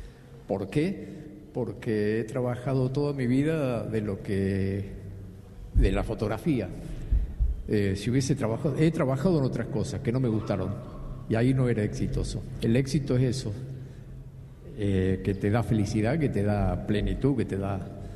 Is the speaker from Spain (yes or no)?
no; Córdoba, Argentina; Yo he conocido otros países, pero nunca me fui de Argentina y sobre todo de Córdoba he vivido. Amamos Argentina.